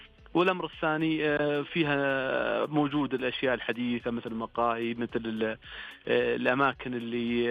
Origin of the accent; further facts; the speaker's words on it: Asir, Saudi Arabia; moved away; نعم أنا من أهل منطقة عسير لكن بحكم عملي خارج المنطقة